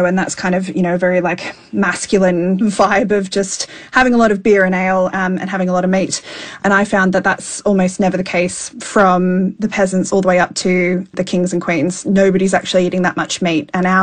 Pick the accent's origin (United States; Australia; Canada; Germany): Australia; I come from Australia